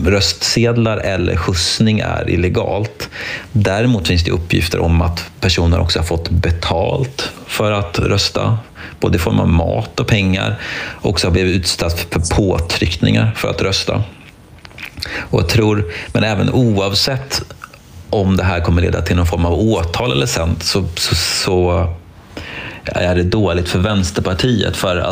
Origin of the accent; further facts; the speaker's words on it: Sweden; Som svensk